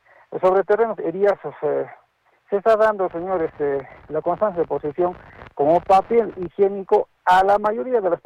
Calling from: Punta de Bombón, Arequipa, Peru; Les hablo de … de aquí de la provincia de Isla de Punta de Bombón Mejía.

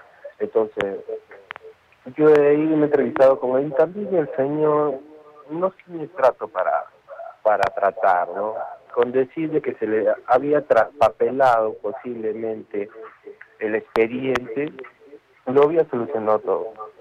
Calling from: Arequipa, Peru; yo como arequipeño tengo que hacer algo usual para todos.

